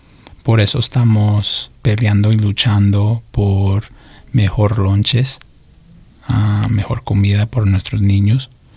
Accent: Chicago, Illinois, United States; I think it's part of being a Chicagoan. Chicago is full of creatives.

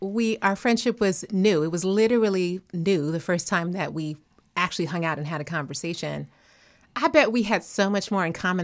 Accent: Chicago, Illinois, United States

